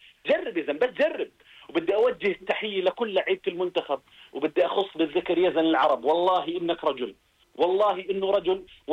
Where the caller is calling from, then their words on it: Jordan; إحنا أردنيين ومنحب هاي البلد